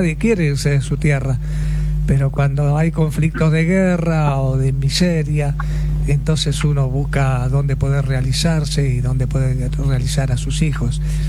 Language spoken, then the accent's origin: Spanish; Argentina; Yo soy hijo también de italiano, pero puro argentino propio.